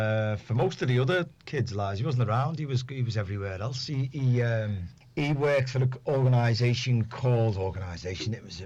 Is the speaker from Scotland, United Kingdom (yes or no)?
no; Liverpool, North West England, United Kingdom; A little known area called Stonycroft in between West Derby and Old Swan.